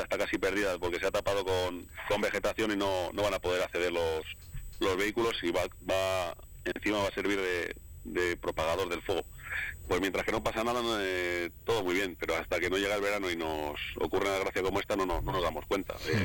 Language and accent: Spanish; Segovia, Castile and León, Spain; born there; En mi pueblo aquí en Segovia